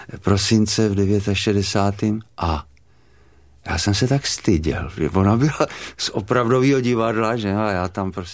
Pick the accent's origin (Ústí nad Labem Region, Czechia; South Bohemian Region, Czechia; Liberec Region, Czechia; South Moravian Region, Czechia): Liberec Region, Czechia; Liberec; já jsem to měl složitý, já jsem ještě taky část dětství prožil v Liberci